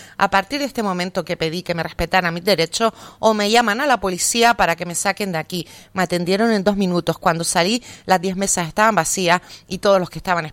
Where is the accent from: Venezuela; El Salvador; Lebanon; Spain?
Spain; Ingenio, Canary Islands; Las caladoras de mi pueblo de Ingenio le van a hacer una serie de regalos calados al Papa.